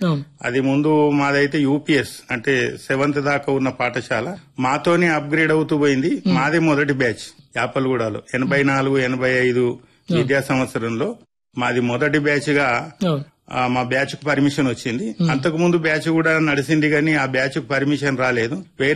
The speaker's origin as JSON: {"language": "Telugu", "town": "Yapalaguda", "region": "Telangana", "country": "India", "tie": "born or raised there", "said": "మా ఊరు యాపలగూడ. ఇక నేను ఏ కాలాన్ని కూడా నేను పట్టణంలో గడిపింది లేదు. ఒక చదువుల నిమిత్తము నేను పండిత శిక్షణ పొందినప్పుడు మాత్రమే ఒక సంవత్సరం హైదరాబాద్ లో ఉండవలసి"}